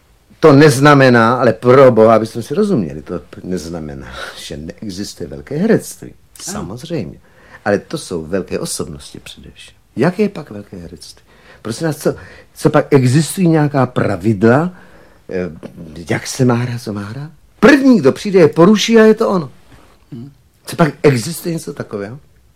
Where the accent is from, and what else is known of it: Smečno, Central Bohemian Region, Czechia